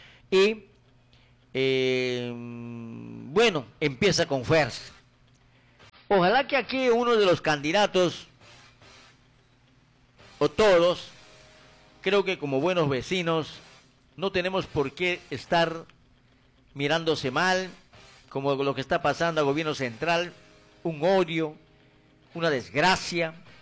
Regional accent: Ucayali, Peru; born there; yo nací aquí, estimo mi pueblo

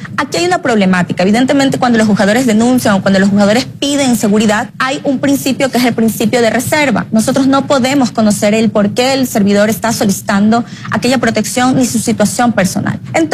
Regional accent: Los Ríos, Ecuador; Los Ríos, por ejemplo, es mi tierra, mi provincia.

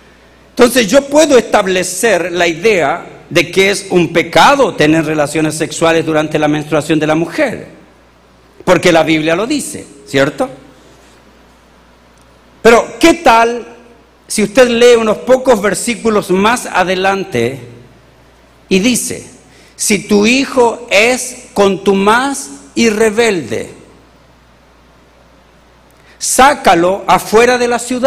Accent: Chile; born there; moved away; Porque yo nací en Chile. Soy chileno. Creía que Dios era chileno cuando vivía en Chile. Yo nací en la iglesia pentecostal

